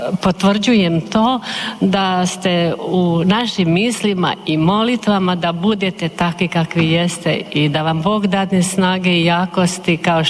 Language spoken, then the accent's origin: Croatian; Skrad, Primorje-Gorski Kotar County, Croatia; dolazim iz Krada. Imali smo misu u župi Svetog Ante u Skradu 10:30